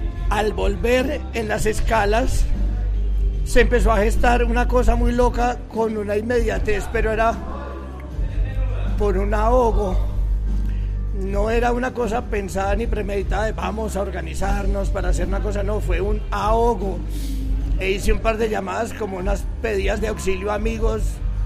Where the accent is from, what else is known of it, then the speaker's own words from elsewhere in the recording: Pereira, Risaralda, Colombia; mi corazón sigue palpitando en mi tierra y mi gente es Pereira, Armenia, Manizales, todos los alrededores, el Valle del Cauca, porque finalmente los pereiranos somos más cercanos al valle que a Antioquia.